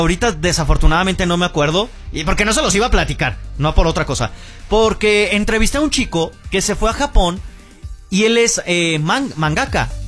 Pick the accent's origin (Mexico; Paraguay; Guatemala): Mexico; Soy mexicano